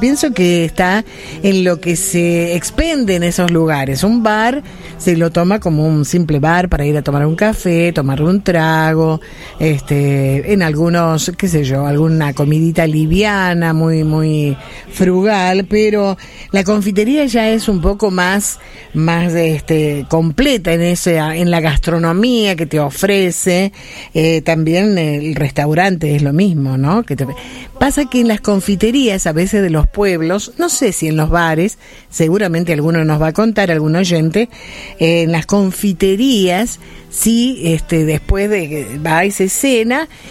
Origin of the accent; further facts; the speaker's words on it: Tucumán, Argentina; Sí, pero yo cuando vine de Tucumán fue mi primer barrio ese, mejor dicho, fue mi segundo barrio.